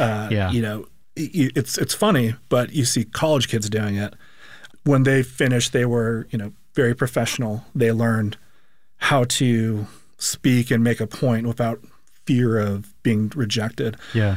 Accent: Phoenix, Arizona, United States; I'm from Phoenix originally

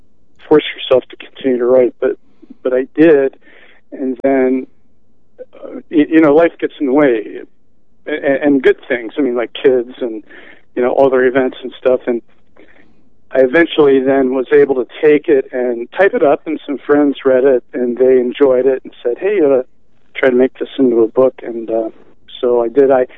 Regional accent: Pennsylvania, United States; moved away; I'm from Pennsylvania originally, grew up on a small farm there near Valley Forge

